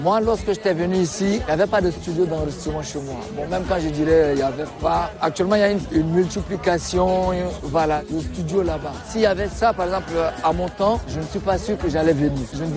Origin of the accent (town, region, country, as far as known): Chad; accent: Chadian